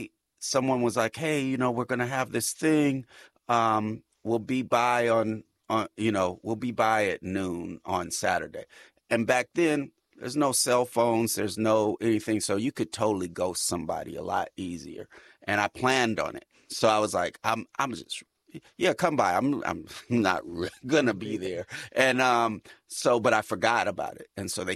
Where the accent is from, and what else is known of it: California, United States